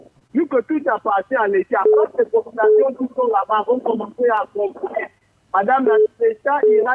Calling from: Gabon; Moi, j'arrive, je suis un Gabonais, je cherche à loger ma petite famille.

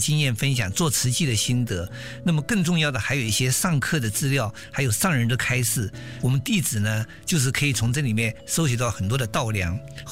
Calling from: Burnaby, British Columbia, Canada; 我来自加拿大本来比区。

